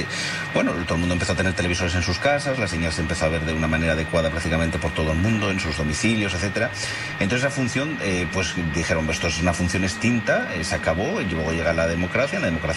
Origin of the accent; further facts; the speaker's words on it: Spain; Pues yo siempre comento una cosa, y si me lo permites, que somos españoles, somos latinos.